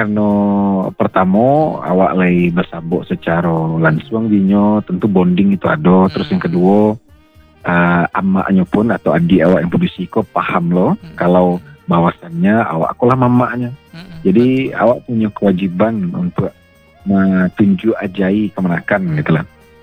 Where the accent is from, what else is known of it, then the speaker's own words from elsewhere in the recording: West Sumatra, Indonesia; Apakah kita betul-betul orang Minang